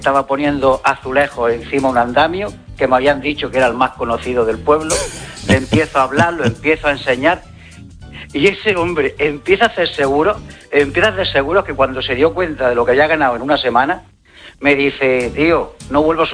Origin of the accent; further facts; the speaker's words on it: Almería, Andalusia, Spain; now in Málaga, Spain; Yo soy de Almería, aunque ahora vivo en Málaga.